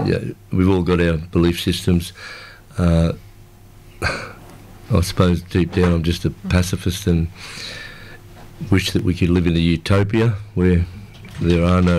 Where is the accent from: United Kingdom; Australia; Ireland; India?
Australia; Newcastle, New South Wales; my hometown Newcastle